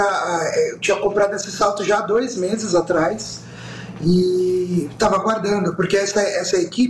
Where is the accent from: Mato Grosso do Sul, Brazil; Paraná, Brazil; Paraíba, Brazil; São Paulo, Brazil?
São Paulo, Brazil; Eu sou do litoral, aqui da Baixada.